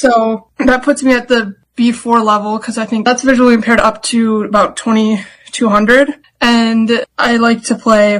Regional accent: Minnesota, United States; born or raised there

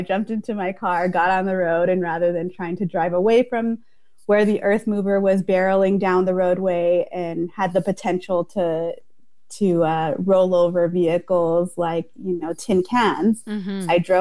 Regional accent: Tucson, Arizona, United States; I was born and raised in Tucson

